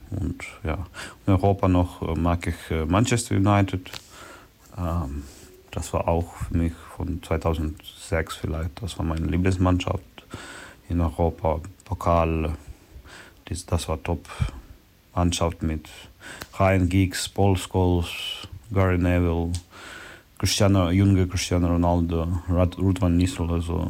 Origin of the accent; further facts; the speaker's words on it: Kharkiv, Kharkiv Oblast, Ukraine; born there; German is a second language; Ich bin in Kharkiv geboren und das ist mein Heim Club